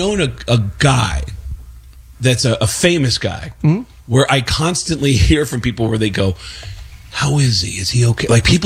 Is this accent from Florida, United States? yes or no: no; Bronx, New York, United States; now in Las Vegas, United States; I grew up in the Bronx. Now I split my time between Vegas